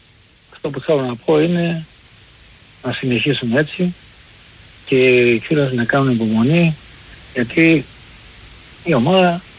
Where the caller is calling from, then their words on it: Melissia, Attica, Greece; από τα Μελίσια.